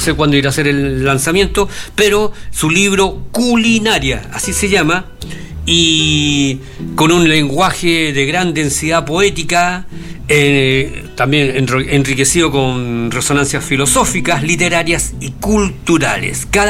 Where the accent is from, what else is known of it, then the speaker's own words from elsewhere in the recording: Valparaíso, Chile; born there; Somos vecinos porque también nacimos en Playa Ancha.